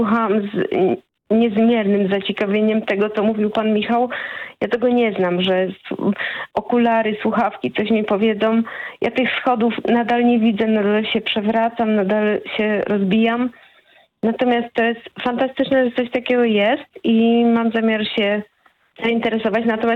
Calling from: Bielsko-Biała, Silesian Voivodeship, Poland; ja mieszkam w Bielsku-Białej

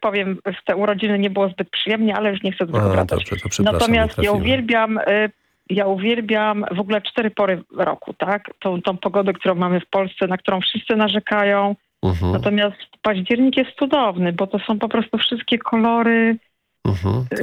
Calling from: Tricity, Pomeranian Voivodeship, Poland; jestem z Trójmiasta

